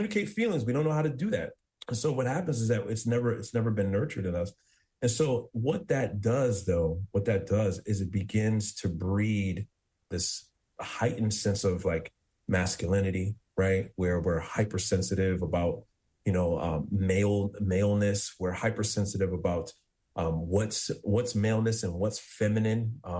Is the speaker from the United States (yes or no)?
yes; New Jersey, United States; I'm from New Jersey